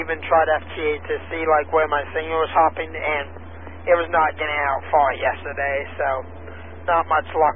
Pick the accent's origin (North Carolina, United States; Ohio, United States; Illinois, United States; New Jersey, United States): North Carolina, United States; born there; also born or lived in Russia; I was born in Russia, then I moved to North Carolina, so I would say yes, I was originally from North Carolina for the most part.